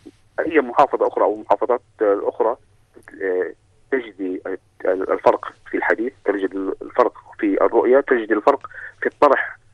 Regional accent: Aqaba, Aqaba Governorate, Jordan; احنا عندنا العقبه

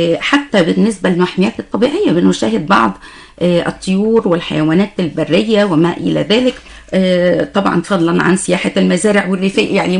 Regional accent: Egypt; عندنا في مصر

